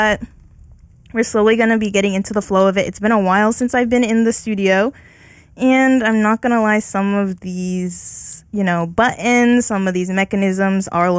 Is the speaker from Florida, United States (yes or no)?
no; San Diego, California, United States; moved away; first I went back to San Diego, my hometown